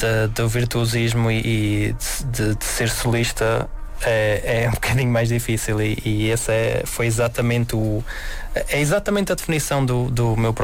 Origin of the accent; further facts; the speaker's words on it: Celorico da Beira, Centro, Portugal; moved away; na minha terra, em Celorico da Beira.